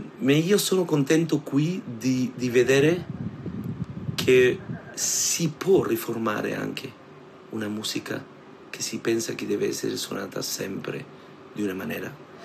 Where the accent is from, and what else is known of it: Argentina; Italian is a second language